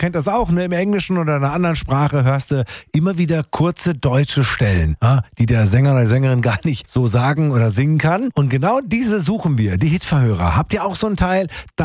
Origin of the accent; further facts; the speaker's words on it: Tübingen, Baden-Württemberg, Germany; Wie zum Beispiel in meiner Heimatstadt Tübingen, wo du mit dem Stocherkran unterwegs bist.